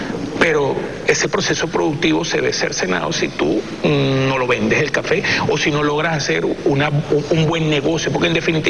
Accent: Venezuela; en el caso de nosotros, como venezolanos

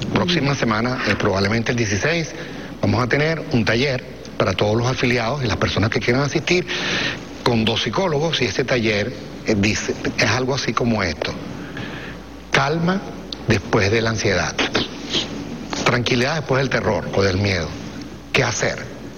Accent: Venezuela; como somos los venezolanos

